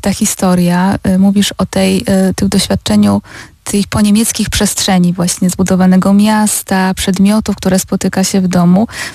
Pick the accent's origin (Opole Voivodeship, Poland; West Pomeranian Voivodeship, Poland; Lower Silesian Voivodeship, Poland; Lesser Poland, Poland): Lower Silesian Voivodeship, Poland; Moja rodzina też ma takie napływowe korzenie, ale ja się wychowałam na Dolnym Śląsku